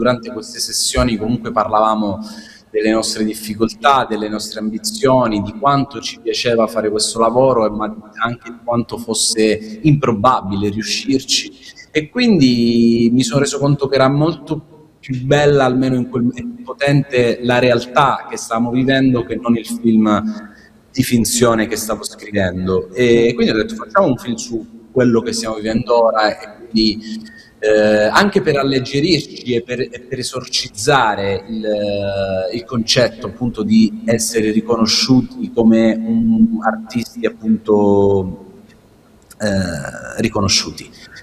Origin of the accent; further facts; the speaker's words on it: Corigliano Calabro, Calabria, Italy; also born or lived in Amendolara / Roseto; perché io sono nato e cresciuto a Corigliano Calabro, poi mi sono spostato ad Amendolara, a Roseto e a Taranto quando posso vado